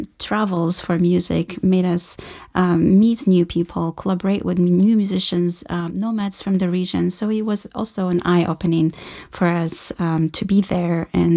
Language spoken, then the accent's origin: English; Morocco; also born or lived in Fez, Morocco; now in Portland, United States; And I'm originally from the south of Morocco, although I was born in Fez, but my connection to the south was always there.